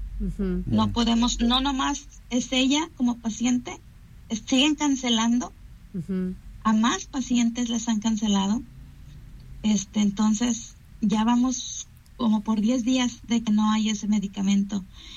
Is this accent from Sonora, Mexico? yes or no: no; Tecomán, Colima, Mexico; Nosotros somos de Tecomán